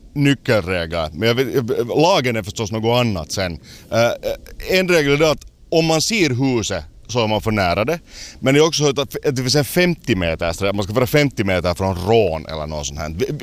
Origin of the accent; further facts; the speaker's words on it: Espoo, Uusimaa, Finland; Jag kommer själv från Ladusved, alltså där i sydvästra Esbo.